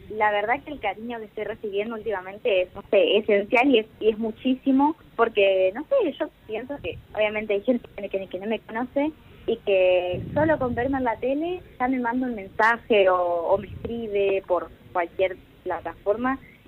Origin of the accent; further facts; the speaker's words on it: Nogoyá, Entre Ríos, Argentina; Yo soy de Nogoyá, pero vivo en realidad a 40 kilómetros en un distrito que se llama Crucecitas Terceras. Es una zona rural, pero mi departamento es Nogoyá.